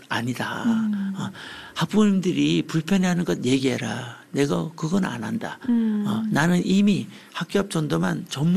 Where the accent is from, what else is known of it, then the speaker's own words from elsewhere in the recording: Gangwon, South Korea; 강원도 저의 고향 강원도